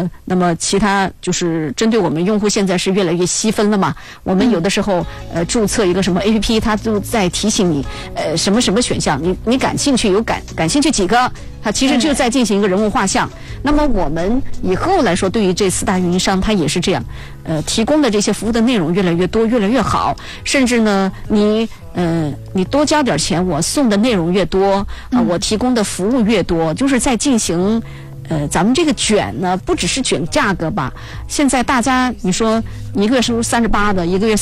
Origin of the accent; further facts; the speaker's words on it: China; 我们中国人